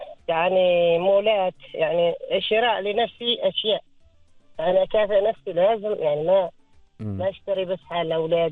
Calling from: Oman; إحنا يعني عمانيين

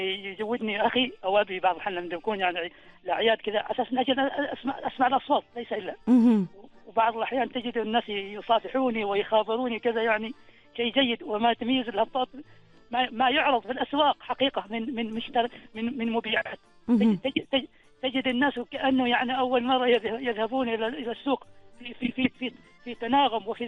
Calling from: Ad Dhahirah, Oman; هو نحن اساسا من ولايه ضيك، لكن بالنسبه لنا في القريه اللي انا اقطن فيها قريبه من عبري وينقل.

